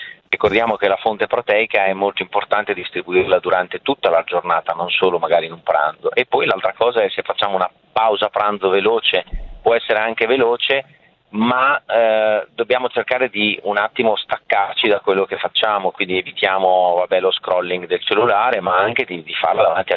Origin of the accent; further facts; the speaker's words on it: Emilia-Romagna, Italy; in realtà io sono romagnolo, quindi al di là del segno, però facciamo parte della stessa regione